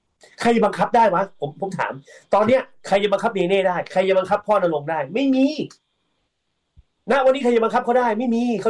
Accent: Bangkok, Thailand; คือเราเป็นคนกรุงเทพอ่ะ

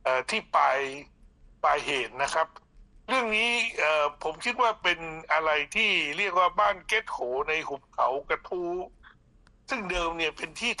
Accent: Phuket, Thailand; ผมเป็นคนภูเก็ตเกิดที่ภูเก็ตแล้วก็เรียนมัธยม

